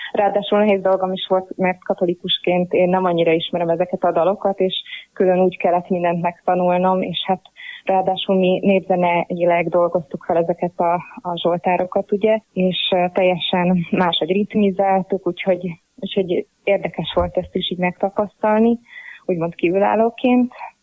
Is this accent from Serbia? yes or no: no; Upper Hungary, Slovakia; felvidéki magyar vagyok, szlovákiai magyar vagyok